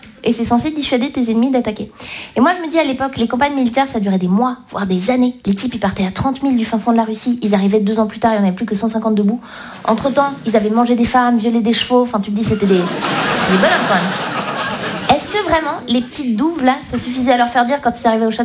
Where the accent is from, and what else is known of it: Romandy, Switzerland